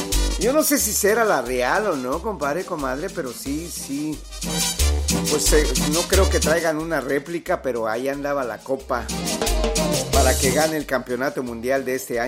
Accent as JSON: {"language": "Spanish", "country": "Mexico", "moved": "yes", "said": "mi país, compadre, comadre, que es México."}